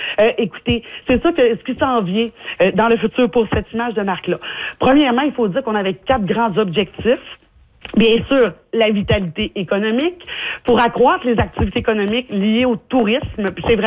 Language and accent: French; Quebec, Canada; je suis native de la Haute-Côte-Nord.